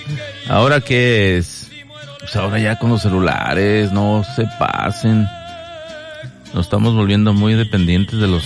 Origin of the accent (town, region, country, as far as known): Mexico